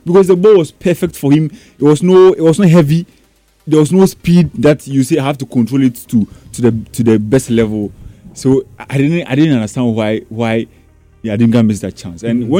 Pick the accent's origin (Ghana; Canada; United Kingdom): Ghana; I even feel very, very proud as a Ghanaian